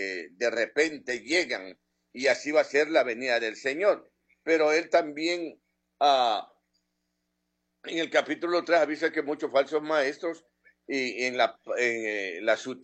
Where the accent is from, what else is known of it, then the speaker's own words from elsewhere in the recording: El Salvador; moved away; acabo de regresar, no necesito decirlo, pero tengo casi 20 meses de estar aquí en mi país, El Salvador